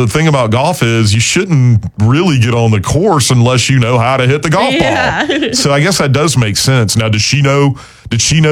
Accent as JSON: {"language": "English", "town": "Spartanburg", "region": "South Carolina", "country": "United States", "said": "We come from Spartanburg down to Russell."}